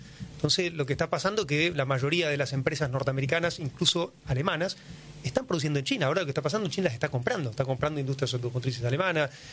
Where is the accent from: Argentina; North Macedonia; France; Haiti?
Argentina; Los argentinos, claro